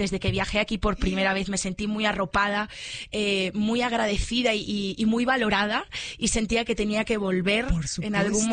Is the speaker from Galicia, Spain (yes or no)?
yes; Galicia, Spain; Yo que soy gallega, también siento como los gallegos somos como también muy hospitalarios